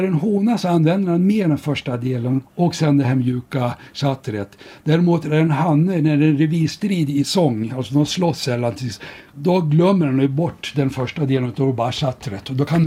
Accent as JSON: {"language": "Swedish", "town": "Surahammar", "region": "Västmanland County", "country": "Sweden", "tie": "born there", "said": "jag är ju född i Surahammar och jag flyttade till Uppsala och började läsa biologin"}